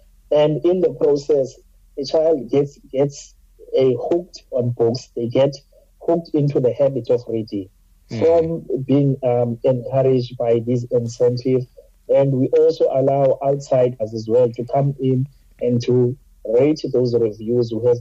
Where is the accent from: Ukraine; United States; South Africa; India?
South Africa; Eastern Cape; now in Cape Town, South Africa; I was from the Eastern Cape and I started my schooling there. I did not know how to read, how to write when I came to Cape Town.